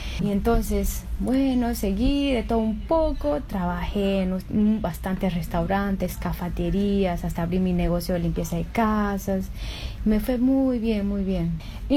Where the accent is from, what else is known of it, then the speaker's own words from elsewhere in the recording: Amazon, Peru; now in Townsville, Australia; Yo vengo del Amazonas, somos el Shipibo conigo. Somos unos nativos muy bonitos y dedicados a nuestra selva